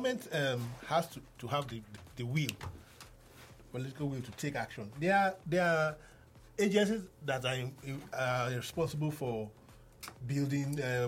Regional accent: Benin City, Edo, Nigeria; I grew up in Edo State, in Benin City.

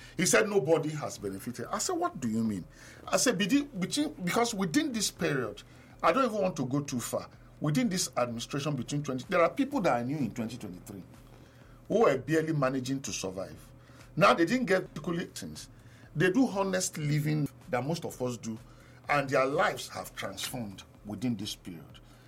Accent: Nigeria; I always tell people that I'm a Nigerian too.

